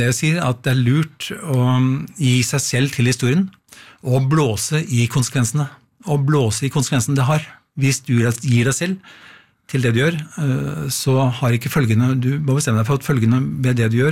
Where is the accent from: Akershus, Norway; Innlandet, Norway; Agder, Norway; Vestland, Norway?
Akershus, Norway; Lysaker; Jeg vokste opp på Lysaker, og det var jo da Fornebu flyplass. Vi kaller det Fornebu, vi som bodde der, ikke U.